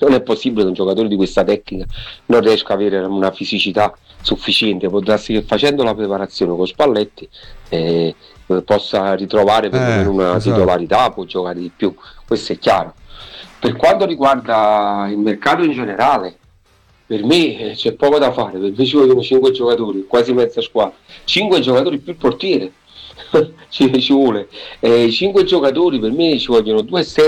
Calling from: Naples, Campania, Italy; da Napoli.

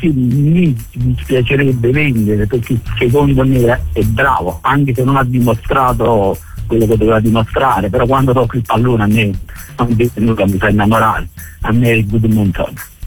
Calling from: Naples, Campania, Italy; io sono napoletano

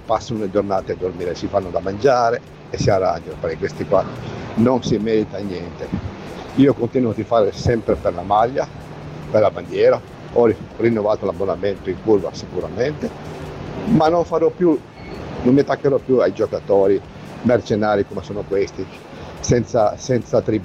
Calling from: Cuneo, Piedmont, Italy

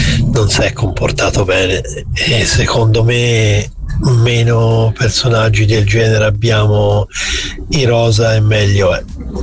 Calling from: Massarosa, Tuscany, Italy; 63 da Massarosa

